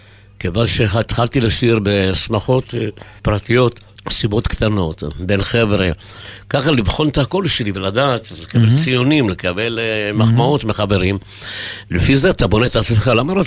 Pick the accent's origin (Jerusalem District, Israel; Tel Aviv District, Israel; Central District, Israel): Tel Aviv District, Israel; Ramat HaSharon; born there; אני נולדתי במורשה ברמת השרון.